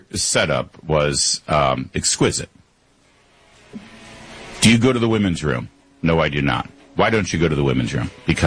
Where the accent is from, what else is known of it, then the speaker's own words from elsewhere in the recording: Michigan, United States; I'm from Michigan. I speak Michigan sarcasm.